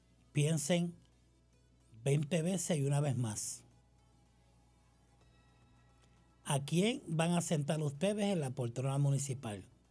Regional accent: Bayamón, Puerto Rico; also born or lived in Cataño; mi pueblo natal, nací y criado de Bayamón, pero tuve experiencias maravillosas en Cataño

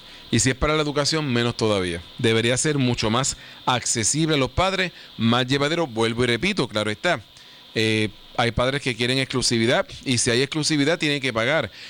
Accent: Puerto Rico; en nuestra isla, somos una islita, no hay para dónde ir. Una islita pequeña, rodeado de agua de todos lados.

